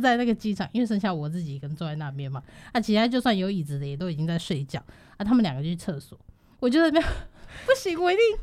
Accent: Taiwan; 我们是台湾人不用。

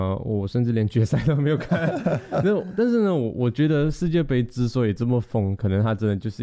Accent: Malaysia; 其实我自己作为马来西亚人哦，我在马来西亚，我最常看的比赛，我觉得还是羽球多过足球啦。

